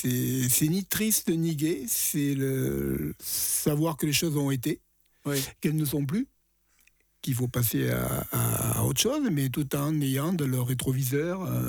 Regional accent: Nîmes, Occitanie, France; moved away as an adult; also born or lived in Paris; now in Calvisson, France; Je suis originaire de Nîmes et j'habitais Calvisson.

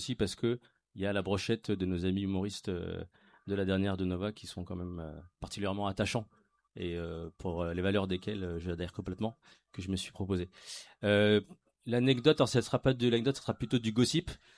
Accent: Île-de-France, France; moi, je viens de Paris, la région parisienne.

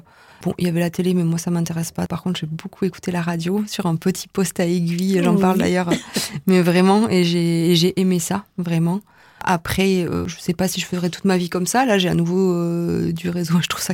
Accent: France; Mon ancêtre est rentré, donc je suis française.

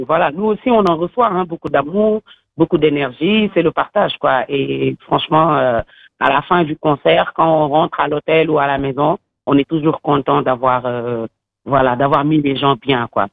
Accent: Dakar, Senegal; Moi, je viens de Dakar. Et il faut savoir que dans chaque région du Sénégal, on trouve des sonorités différentes.

